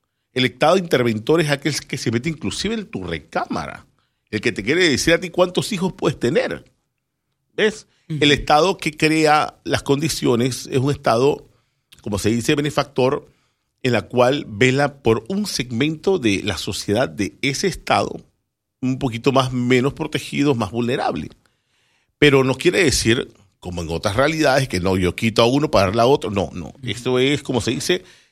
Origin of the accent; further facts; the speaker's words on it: Tocumen, Panamá, Panama; yo que vengo de Tocumen, en donde los lotes son lotes muy grandes porque es un área rural.